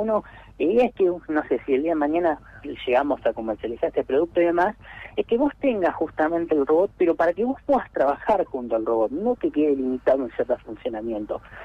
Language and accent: Spanish; Trelew, Chubut, Argentina; moved away as an adult; now in Buenos Aires, Argentina; yo soy de Trelew, como ahora obviamente es mucho más grande y demás